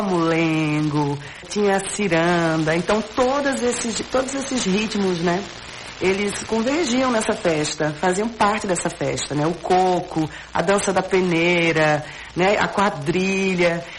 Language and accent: Portuguese; Limoeiro, Pernambuco, Brazil; eu sou lá de Limoeiro, passei a minha infância, a minha juventude lá